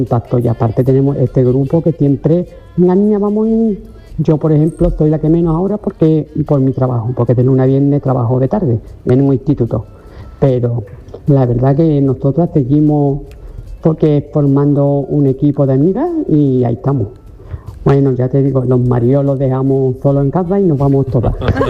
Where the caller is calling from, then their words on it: Ronda, Andalusia, Spain; de Ronda.